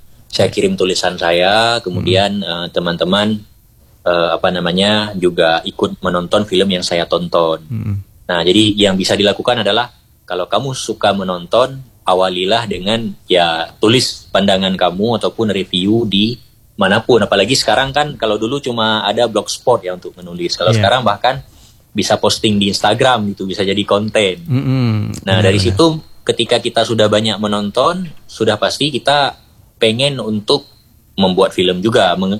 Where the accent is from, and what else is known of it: Aceh, Indonesia